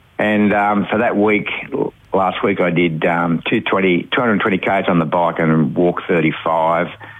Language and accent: English; Bendigo, Victoria, Australia; my hometown of Bendigo